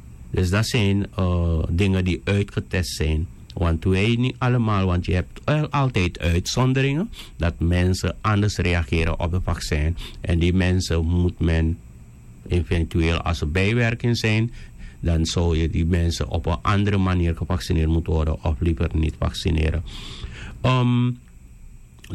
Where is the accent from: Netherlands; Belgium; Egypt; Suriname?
Suriname; Wij als Surinamers